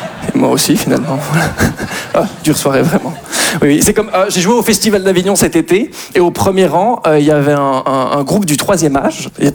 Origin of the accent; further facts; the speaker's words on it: Belgium; Pour ceux qui ne me connaissent pas, voilà … je suis belge.